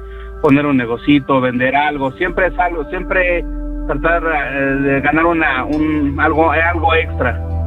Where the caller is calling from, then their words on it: Nezahualcóyotl, State of Mexico, Mexico; De Ciudad Neza